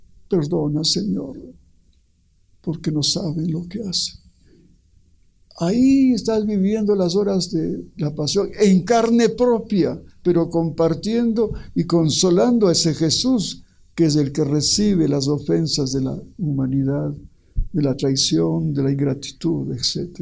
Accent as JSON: {"language": "Spanish", "country": "Ecuador", "said": "no cobrar tan caro a mi pueblo ecuatoriano que es pobre"}